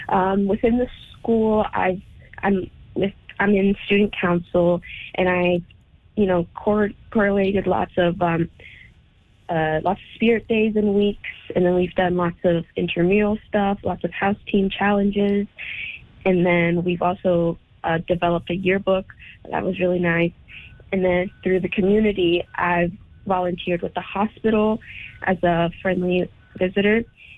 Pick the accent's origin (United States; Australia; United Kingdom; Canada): Canada; Watson Lake, Yukon; born there; also born or lived in China